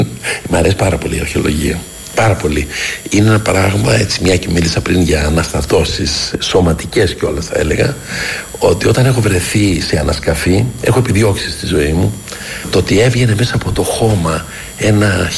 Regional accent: Athens, Attica, Greece; Όταν ήμουν πολύ μικρό παιδάκι, έμενα δίπλα σε ένα γήπεδο. Εκεί γεννήθηκα, στα Ηλίσια, στο γήπεδο ποδοσφαίρου του Ηλυσιακού.

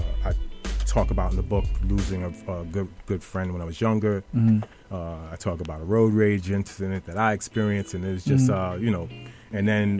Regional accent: New York City, New York, United States; growing up in the Bronx

